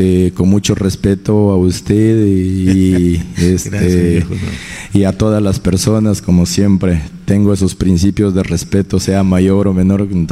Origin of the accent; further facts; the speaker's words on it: Cumba, Amazonas, Peru; si hablamos de Bagua Ucubamba, yo soy ucubambino de nacimiento.